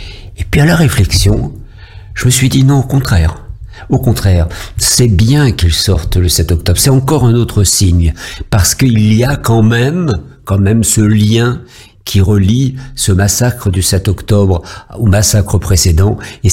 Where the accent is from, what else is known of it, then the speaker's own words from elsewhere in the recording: France; Je suis français depuis toujours, même si mon cœur bat pour Israël et mes racines sont en Algérie. Je suis africain de racines et français de vie.